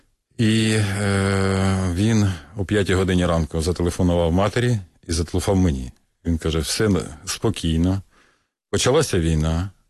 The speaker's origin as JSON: {"language": "Ukrainian", "town": "Kharkiv", "region": "Kharkiv Oblast", "country": "Ukraine", "said": "Я сам з Харкова, да."}